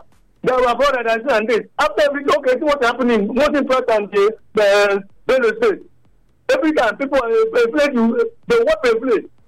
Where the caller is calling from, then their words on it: Nigeria; I'm from Okede.